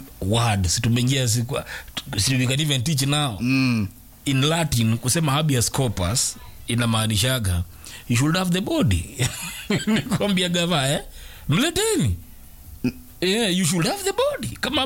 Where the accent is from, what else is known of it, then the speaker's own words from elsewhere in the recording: Kenya; As a Kenyan and as a football fan, none of you, from the goalkeeper to the striker, none of you is worth wearing that jersey.